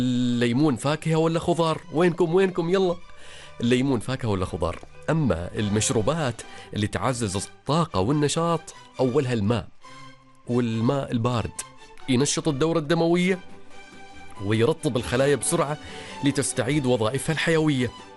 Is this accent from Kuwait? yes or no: no; Oman; accent: Omani; في كلمات نستخدمها في لهجتنا العمانية